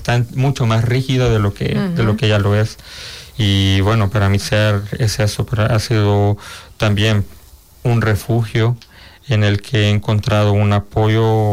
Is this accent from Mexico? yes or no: no; El Salvador; moved away as an adult; now in Spain; digo que soy de El Salvador